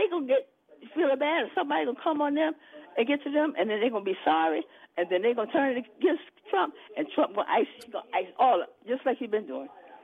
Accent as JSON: {"language": "English", "region": "Georgia", "country": "United States", "said": "I'm 77 years old, and I'm in the fight to the end. I'm from Georgia, and so I know what it's like to have to go downstairs."}